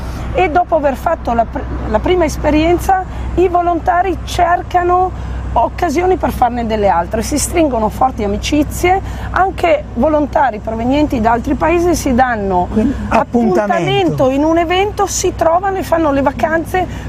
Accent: Imperia, Liguria, Italy; moved away as an adult; now in Taranto, Italy; Io sono di Imperia

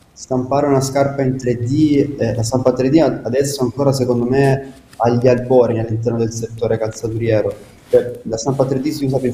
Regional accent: Casarano, Apulia, Italy; nonostante sia io e che Marco siamo nati e cresciuti a Caserano

